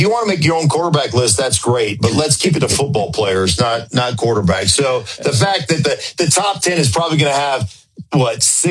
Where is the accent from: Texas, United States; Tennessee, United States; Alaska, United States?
Alaska, United States; Anchorage; born or raised there